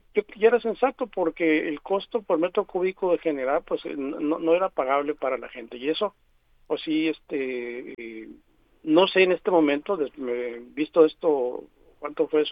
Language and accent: Spanish; Guaymas, Sonora, Mexico; yo soy de Guaymas, vivo un poco en Guaymas, pero yo recuerdo de niño, el agua de la llave era agua desalinizada, ¿no?